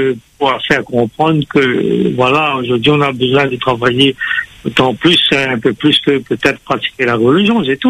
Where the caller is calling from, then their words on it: Saint-Denis, Réunion; Je suis à Saint-Denis, centre-ville.